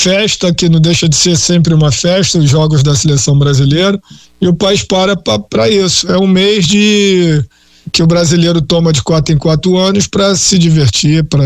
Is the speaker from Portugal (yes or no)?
no; Brazil; Todos somos brasileiros, todos independentes do partido